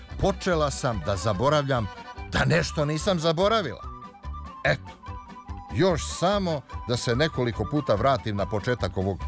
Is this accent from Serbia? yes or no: yes; Southern and Eastern Serbia, Serbia; now in Belgrade, Serbia; živim na Zvezdari, a rodom sam iz Negotinske krajine. Nisam zaboravila svoje korene, nisam zaboravila svoje detinjstvo